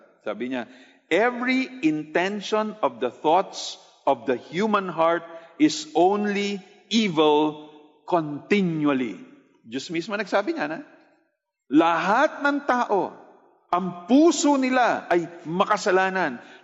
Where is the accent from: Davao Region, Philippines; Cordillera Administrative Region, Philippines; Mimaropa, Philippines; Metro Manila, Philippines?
Davao Region, Philippines; Davao; Nakaamoy na ako ng durian, punta ako ng Davao, taga-Davao ako, kumakain ako lagi ng durian. Lalo na pag season.